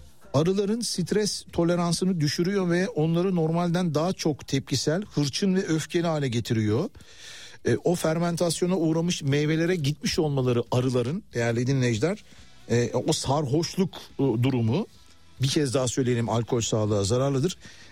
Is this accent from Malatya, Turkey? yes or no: yes; Malatya, Turkey; Köye de ben mesela gittim de, ben Malatyalıyım, yıllar evvel küçüklüğümde Malatya'ya gittiğim zaman